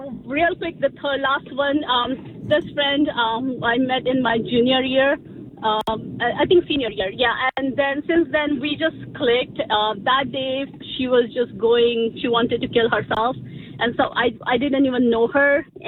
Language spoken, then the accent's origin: English; India; English is a second language; now in New Jersey, United States; We grew up in India and we kept moving around. But finally, we are like just an hour apart, both in New Jersey.